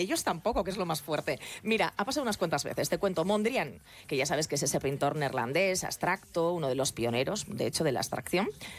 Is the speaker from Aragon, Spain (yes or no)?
yes; Aragon, Spain; Tú sabes que yo soy maña.